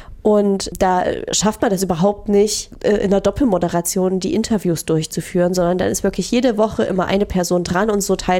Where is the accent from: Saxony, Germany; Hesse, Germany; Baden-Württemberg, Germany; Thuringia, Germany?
Saxony, Germany; Crimmitschau; Ich bin aus Krimmitschau hergezogen. Ich kannte hier jemanden.